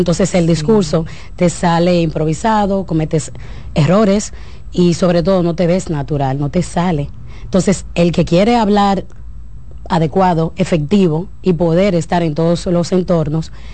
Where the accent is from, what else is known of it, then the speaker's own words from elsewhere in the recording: Dominican Republic; la riqueza cultural que tenemos como dominicanos.